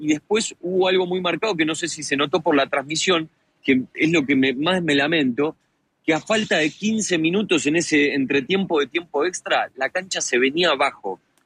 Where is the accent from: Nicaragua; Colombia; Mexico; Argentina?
Argentina; eso te quita un poquito de lo que sabemos que somos los argentinos